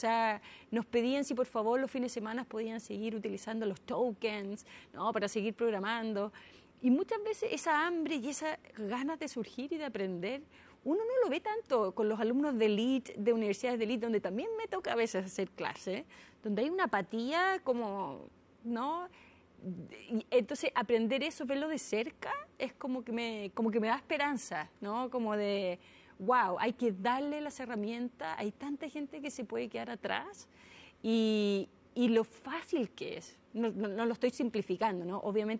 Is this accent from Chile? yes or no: yes; Chile; also born or lived in Silicon Valley, United States; now in Santiago, Chile; de provincia, no, sin ni un gran network.